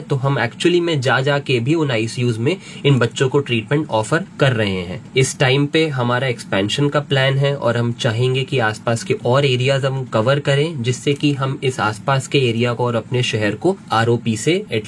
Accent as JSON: {"language": "Hindi", "town": "Moradabad", "region": "Uttar Pradesh", "country": "India", "tie": "born or raised there", "moved": "as an adult", "said": "मैं मुरादाबाद का ही जन्मा हूँ 1994 में। यहीं का मैं स्कूल में पढ़ा हूँ, उसके बाद मैं अपनी स्कूलिंग के बाद जो है लुधियाना चला गया था।"}